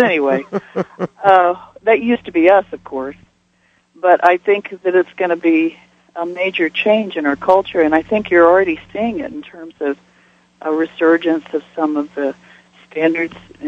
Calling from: San Antonio, Texas, United States; I'm calling from San Antonio.

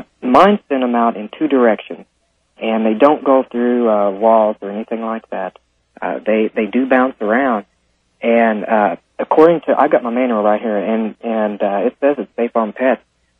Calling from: Evansville, Indiana, United States; I'm calling from Evansville, Indiana.

